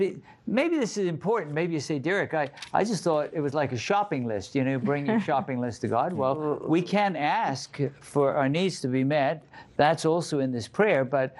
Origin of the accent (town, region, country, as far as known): Bristol, South West England, United Kingdom; born or raised there